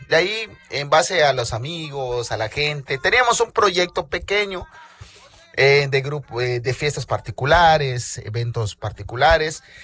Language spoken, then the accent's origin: Spanish; Mérida, Yucatán, Mexico; now in Ciudad Caucel, Mexico; Nosotros somos originarios de Mérida. Actualmente radicamos en Cauquel, Ciudad Cauquel